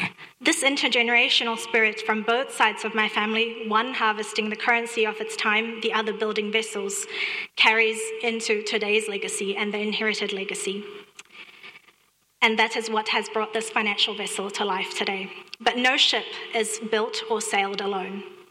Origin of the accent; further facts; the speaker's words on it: Maldives; first language Dhivehi; English is a second language; I will first share this in Divehi, my mother tongue.